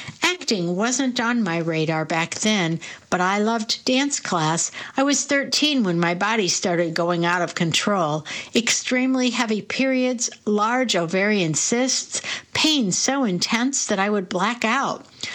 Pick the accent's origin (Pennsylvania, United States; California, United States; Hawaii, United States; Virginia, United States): Virginia, United States; Roanoke; born or raised there